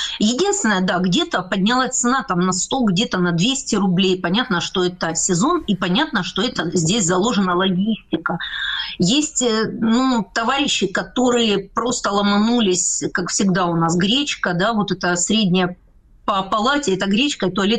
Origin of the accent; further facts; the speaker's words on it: Donetsk, Donetsk Oblast, Ukraine; Это я как дончанка, да, вот я когда приезжаю, мне хватает одного часа